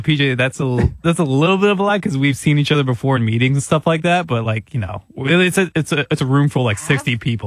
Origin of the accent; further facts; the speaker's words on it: Oklahoma, United States; we grew up in Oklahoma, so the Thunder came when I was about 11 years old